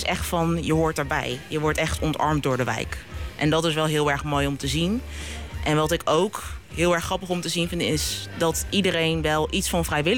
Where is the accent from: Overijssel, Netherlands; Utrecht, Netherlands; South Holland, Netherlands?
South Holland, Netherlands; The Hague; born or raised there